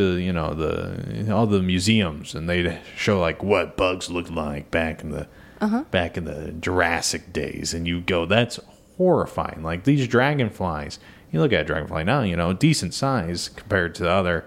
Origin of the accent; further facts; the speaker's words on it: Ottawa, Illinois, United States; But you got to avoid that with Ottawa. When my hometown.